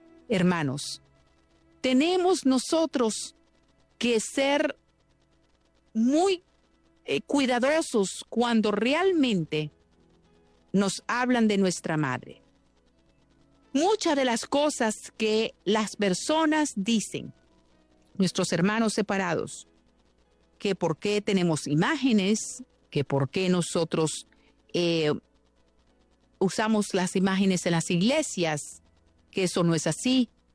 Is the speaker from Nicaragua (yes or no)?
yes; Nicaragua; Yo quiero decirle a todo mi pueblo de Nicaragua este saludo.